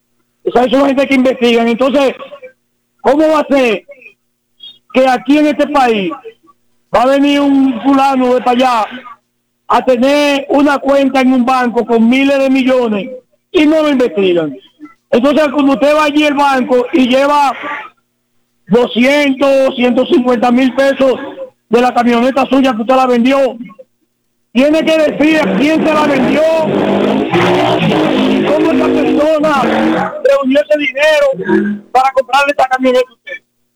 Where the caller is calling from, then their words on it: Dominican Republic; eso son cosas que irritan a uno como dominicano.